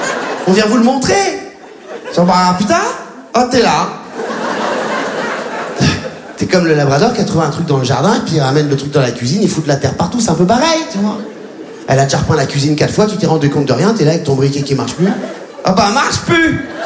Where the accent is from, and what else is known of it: Réunion, France; born or raised there